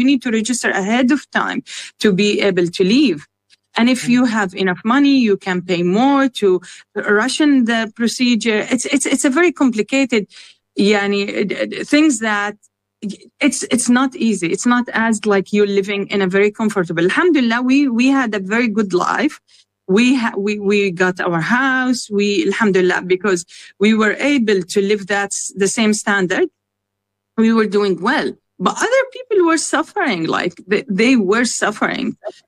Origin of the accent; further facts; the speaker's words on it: Canada; They like, because we're Canadian citizen, we would be able to enter or leave whenever we want, right?